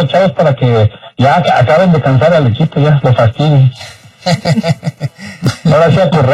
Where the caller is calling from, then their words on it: Florida, United States; Yo, acá en la Florida.